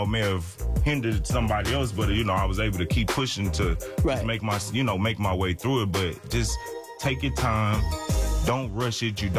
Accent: Louisiana, United States; I'm actually from Louisiana, so, you know, I kind of brought my little Louisiana vibe to it as well.

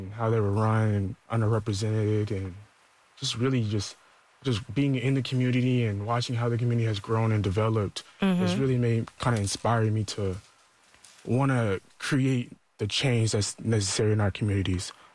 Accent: Fort Worth, Texas, United States; now in Houston, United States; I've been in Houston ever since I was 18. I moved out here by myself.

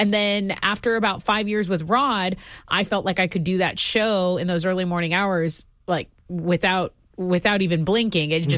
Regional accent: Corpus Christi, Texas, United States; now in Houston, United States; although I was working in Burbank, I'm from Corpus Christi, which is about 3.5 hours south of here.

